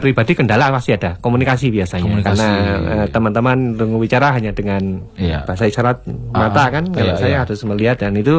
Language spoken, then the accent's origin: Indonesian; Central Java, Indonesia; moved away as an adult; now in Southeast Sulawesi, Indonesia; Saya lahir besar di Jawa